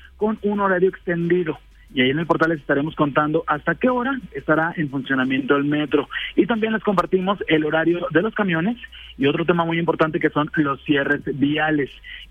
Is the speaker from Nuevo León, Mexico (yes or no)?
yes; Guadalupe, Nuevo León, Mexico; Yo, por ejemplo, que soy de Guadalupe